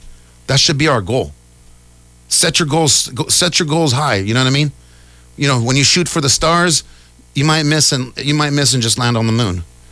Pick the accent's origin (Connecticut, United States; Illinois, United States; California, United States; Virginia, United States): California, United States; Vallejo; Vallejo, we are special.